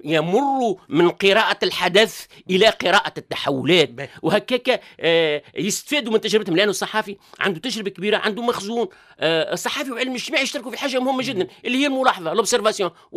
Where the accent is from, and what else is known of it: Kasserine Governorate, Tunisia; born there; moved away